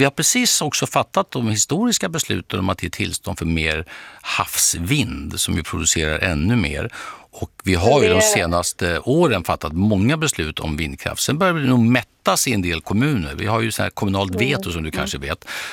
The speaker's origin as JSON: {"language": "Swedish", "town": "Lund", "region": "Skåne", "country": "Sweden", "tie": "born there", "said": "Ja, min födelsestad."}